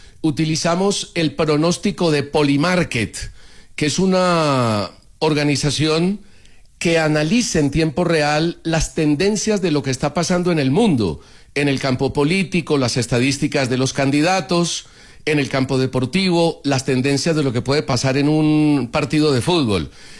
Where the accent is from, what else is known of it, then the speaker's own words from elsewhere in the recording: Colombia; Y usted ya conoce cómo somos los colombianos.